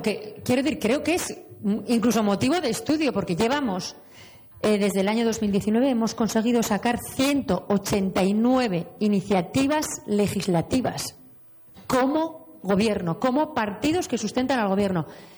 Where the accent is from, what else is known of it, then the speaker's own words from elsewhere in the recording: Navarre, Spain; Aprovecho a decir, mira, los navarros somos plurales, diversos, navarros que se sienten vascos, navarros que se sienten del mundo, navarros que se sienten solo navarros